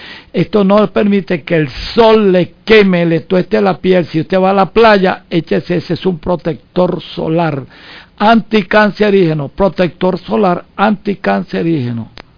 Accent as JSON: {"language": "Spanish", "country": "Venezuela", "tie": "born there", "moved": "yes", "said": "Yo nací en Boca de Drago, a 17 para 18 horas de aquí de la ciudad capital."}